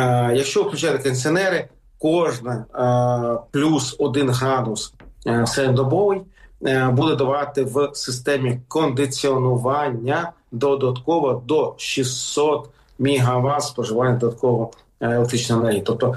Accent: Kharkiv Oblast, Ukraine; Якщо говорити про розподіл, це звичайно, це моя рідна Харківщина.

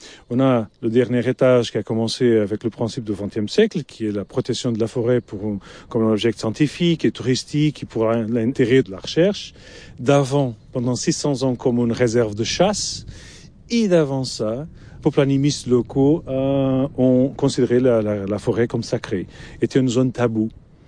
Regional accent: Lisbon, Portugal; French is a second language; Je suis portugais, de Lisbonne.

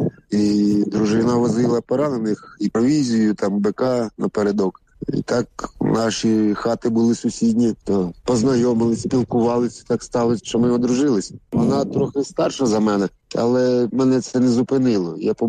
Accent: Dmytrivka, Dnipropetrovsk Oblast, Ukraine; Я між Павлоградом і Шахтарським родом з села Дмитрівка.

